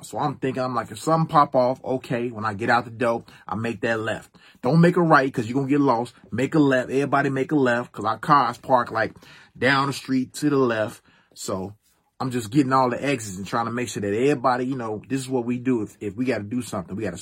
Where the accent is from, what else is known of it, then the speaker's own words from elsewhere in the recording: Chicago, Illinois, United States; I'm from Chicago.